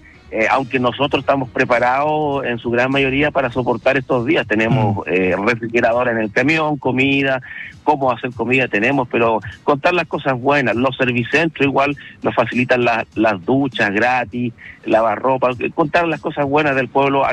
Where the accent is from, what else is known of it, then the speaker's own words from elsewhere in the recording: Chile; now in São Paulo, Brazil; Bueno, yo soy chileno, obviamente, pero vivo en Sao Paulo, en una ciudad que se llama San Lorenzo de Turbo. Allá está mi familia, mi hija.